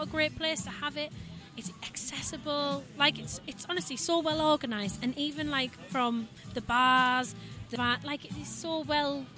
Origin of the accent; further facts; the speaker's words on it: Newton Aycliffe, North East England, United Kingdom; moved away; Because a lot of people don't really know Newton Aycliffe. That's where I'm originally from.